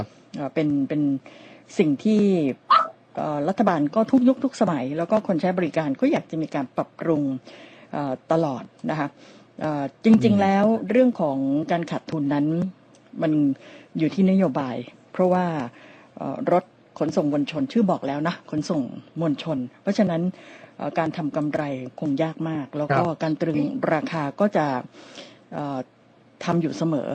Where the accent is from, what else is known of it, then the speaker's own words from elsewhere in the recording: Bangkok, Thailand; สำหรับเราชาวกรุงเทพมหานครคนเดินดินกินข้าวแกงนี่น้อยนักที่จะไม่เคยนั่งรถเมล์